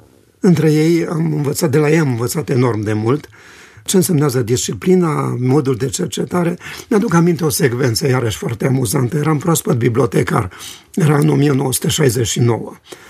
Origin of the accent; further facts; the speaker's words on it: Romania; dar îmi permit să spun eu, ca român, respectul și admirația pentru munca de o viață